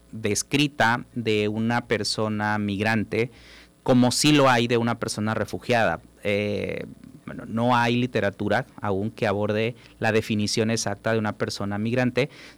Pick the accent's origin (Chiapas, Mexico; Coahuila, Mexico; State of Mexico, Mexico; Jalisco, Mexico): Chiapas, Mexico; moved away as an adult; now in Tabasco, Mexico; En mi caso, soy una persona migrante, soy del estado de Chiapas, me encuentro en Tabasco por cuestiones laborales, por cuestiones académicas, pero soy un migrante interno.